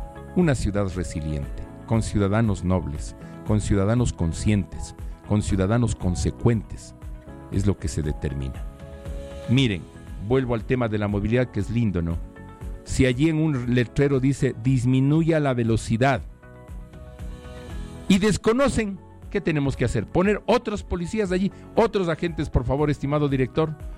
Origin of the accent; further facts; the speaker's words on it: Quito, Pichincha, Ecuador; soy servidor público municipal y soy ciudadano de Quito. Estoy en las dos orillas.